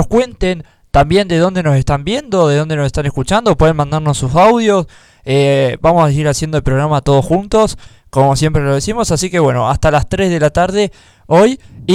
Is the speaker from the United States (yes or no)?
no; Argentina; somos argentinos